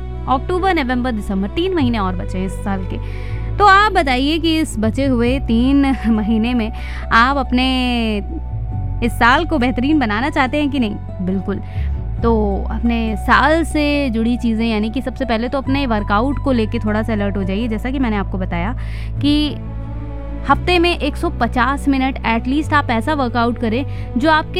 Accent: Uttar Pradesh, India; हम लोग के यहाँ भी यूपी में क्या होता है, जब कोई नई फसल करती है तो नया होता है

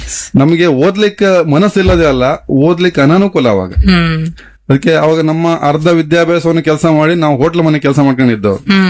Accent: Kota, Karnataka, India; ನಮ್ಮ ಊರಲ್ಲಿ ಬಂದಲ್ಲಿ ಹಳ್ಳಿ, ನಮ್ಮ ಕೋಟಾ ಅನ್ನೋದು ಒಂದು ಹಳ್ಳಿ ಪರಿಸರ. ಆವಾಗ ಕೋಟದಲ್ಲಿ ಜಾತ್ರೆ ಆಗ್ತದೆ, ಒಂದು ಅಮೃತೇಶ್ವರಿ ಜಾತ್ರೆ, ಒಂದು ಹಿರೇಮಾಲಿಂಗೇಶ್ವರಿ ಜಾತ್ರೆ. ಅದೆರಡು ಜಾತ್ರೆಯಲ್ಲಿ ಆಗುವಂತ ಕಾರ್ಯಕ್ರಮಗಳನ್ನ ನೋಡಿ ಬೆಳೆದವರು.

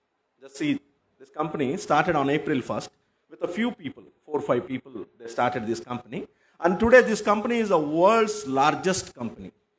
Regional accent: Bangalore, Karnataka, India; Otherwise, I am from Bangalore. I live in Bangalore.

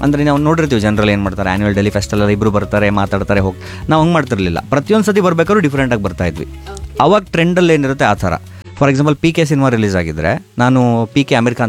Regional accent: Shivamogga, Karnataka, India; also born or lived in Chikkamagaluru; ನಾನು ಹುಟ್ಟಿದ್ದು ಚಿಕ್ಕಮಗಳೂರಲ್ಲಿ, ಆದರೆ ಓದಿದ್ದು ಬೆಳೆದಿದ್ದು ಎಲ್ಲ ಕಂಪ್ಲೀಟಾಗಿ ಫಸ್ಟ್ ಸ್ಟ್ಯಾಂಡರ್ಡಿಂದ ಶಿವಮೊಗ್ಗದಲ್ಲೇ. ಇವಾಗಲೂ ಕೂಡ ಮನೆ ಇರೋದು, ಹಾಗೆ ಈವೆಂಟ್ಸ್ ಎಲ್ಲ ಇದ್ದರೂ ಶೂಟಿಂಗ್ ಎಲ್ಲ ಇದ್ದರೂ ಕೂಡ ಮುಗಿಸ್ಕೊಂಡು ವಾಪಸ್ ಬರೋದು ಶಿವಮೊಗ್ಗಕ್ಕೆ, ಬೇರೆ ಕಡೆ ಇರಬೇಕು ಅಂತ ಅಷ್ಟು ಅನಿಸಲ್ಲ.

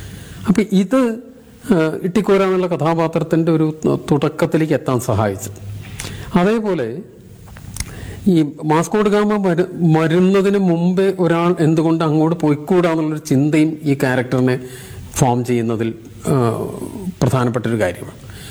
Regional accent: Kunnamkulam, Kerala, India; ഞാൻ ഉൾപ്പെടെയുള്ള കുന്നംകുളത്ത് ജനിച്ച് വളർന്ന എല്ലാവരും

